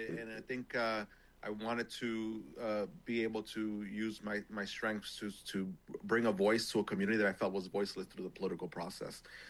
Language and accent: English; New York City, New York, United States; So being able to walk into Harlem Week right now for the first time for me as a New Yorker